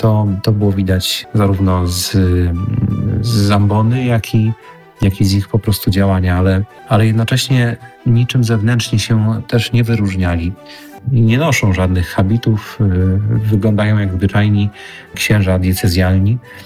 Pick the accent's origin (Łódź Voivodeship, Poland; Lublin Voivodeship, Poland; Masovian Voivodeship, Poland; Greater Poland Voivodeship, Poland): Masovian Voivodeship, Poland; Wołomin; Pochodzę z Wołomina, podwarszawskiego Wołomina, z parafii prowadzonej przez księży orionistów.